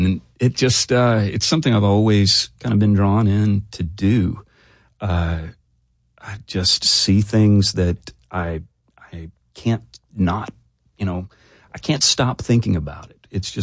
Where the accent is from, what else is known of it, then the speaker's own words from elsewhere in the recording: Prattville, Alabama, United States; You know, it was very green. A lot of kudzu, a lot of red clay hills that are kind of lovely to spend some time with. But it's fairly quiet.